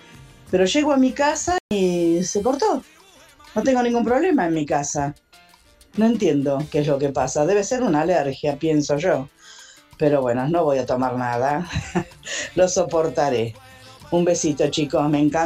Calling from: Don Torcuato, Buenos Aires Province, Argentina; de Don Torcuato

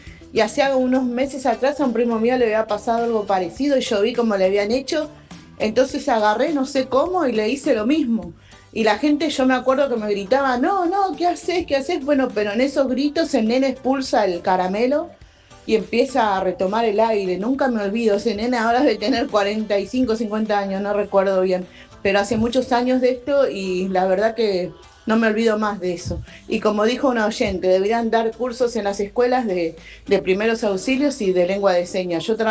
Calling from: Moreno, Buenos Aires Province, Argentina; de Moreno

